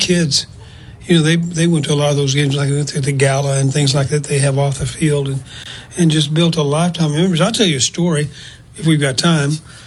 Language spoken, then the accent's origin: English; Texas, United States; coming from Texas, growing up in the Texas Panhandle and going to a small school in Oklahoma